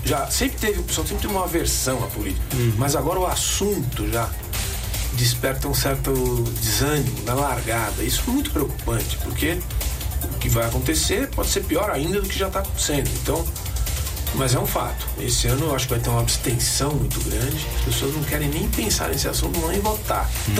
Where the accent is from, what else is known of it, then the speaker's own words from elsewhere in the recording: São Paulo, Brazil; Nós somos paulistas.